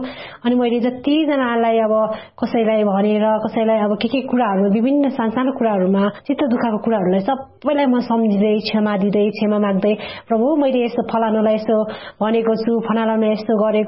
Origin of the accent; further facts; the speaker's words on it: Sindhuli, Bagmati, Nepal; moved away; मेरो घर चाहिँ सिन्धुली हो र हाल चाहिँ म यहाँ सागा छेउमा बस्छु